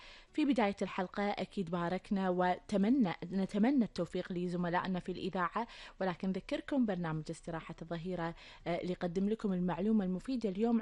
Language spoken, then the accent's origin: Arabic; Kuwait; أخبار ديرتنا الحبيبة الكويت